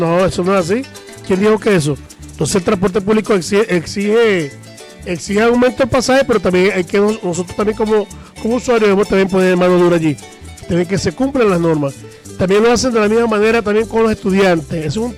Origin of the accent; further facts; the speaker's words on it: Zaraza, Guárico, Venezuela; now in Caracas, Venezuela; este humilde servidor … guariqueño y de Zaraza.